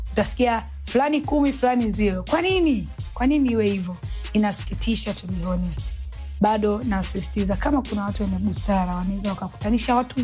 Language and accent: Swahili; Tanzania; Na sisi ni Watanzania